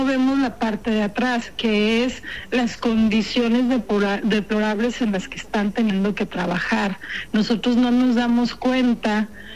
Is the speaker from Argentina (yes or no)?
no; Mexico